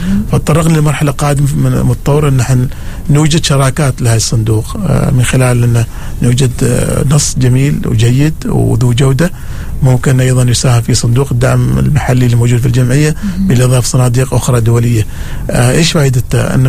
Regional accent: Oman

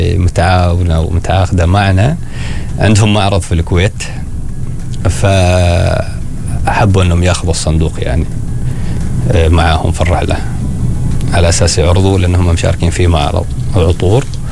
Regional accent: Oman; نحن في عمان موجود عندنا، لكن اللي موجود عندنا في عمان لونين فقط

